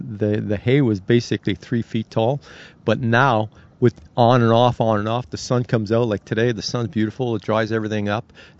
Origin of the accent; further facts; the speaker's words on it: Montreal, Quebec, Canada; now in Winnipeg, Canada; I'm actually from Montreal. I'm ex-military and I retired here in Winnipeg.